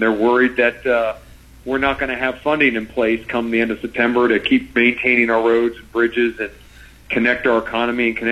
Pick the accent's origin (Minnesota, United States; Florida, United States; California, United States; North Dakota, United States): Florida, United States; Stuart; So that's how I ended up getting born and raised in Stuart, Florida.